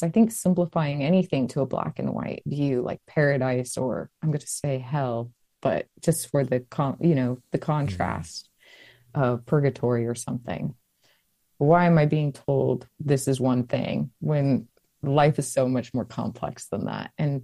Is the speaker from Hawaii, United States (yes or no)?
yes; Hawaii, United States; growing up in Hawaii, books were my way of like expanding my horizons and living experiences or having experiences I'd never get to have on my island, you know?